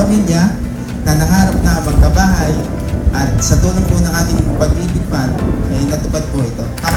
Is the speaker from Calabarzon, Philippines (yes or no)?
yes; Lipa, Calabarzon, Philippines; At ako po ay tubong Lipa, Batangas